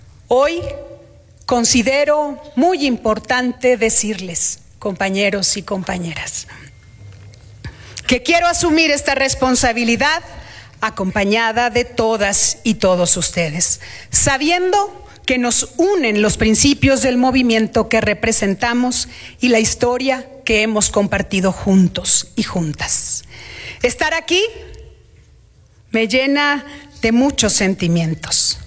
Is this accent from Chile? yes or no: no; Sonora, Mexico; Soy una mujer sonorense y lo digo con orgullo.